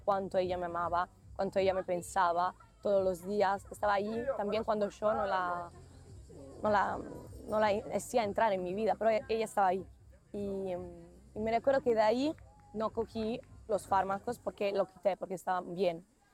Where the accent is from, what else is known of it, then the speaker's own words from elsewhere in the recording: Italy; Spanish is a second language; now in Bosnia and Herzegovina; tengo 20 años. Soy de Italia y estoy aquí en Medjugorje por la segunda vez